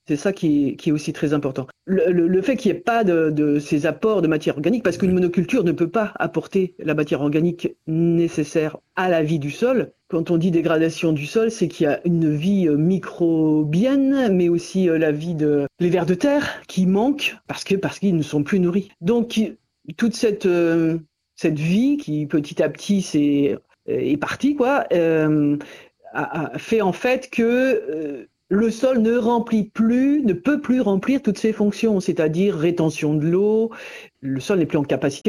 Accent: Normandy, France; moved away as an adult; also born or lived in Roya valley; now in Tourves, France; moi je suis né en Normandie, dans la Manche plus exactement, et dans une famille de paysans normands avec des vaches laitières. Et donc, voilà, toute ma jeunesse a été sur cette ferme

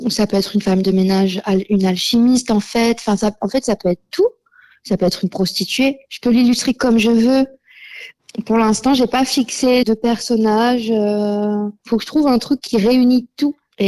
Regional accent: Sanary-sur-Mer, Provence-Alpes-Côte d'Azur, France; moved away; also born or lived in Toulon; je suis née à Toulon, j'ai grandi à Sanary

